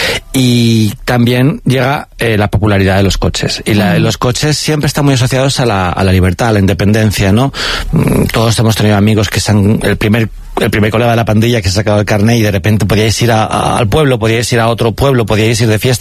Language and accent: Spanish; Alcorcón, Community of Madrid, Spain; y cuando decían, ¿tú de dónde eres? Yo decía, Alcorcón, la gente era como, ¿sabes? En plan, como que les parecía gracioso ser de Alcorcón, y yo, ¿qué pasa? En plan, para mí ser de Alcorcón era normal